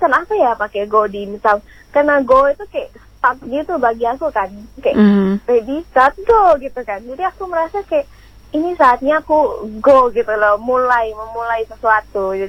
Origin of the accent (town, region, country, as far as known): Medan, North Sumatra, Indonesia; now in Kupang, Indonesia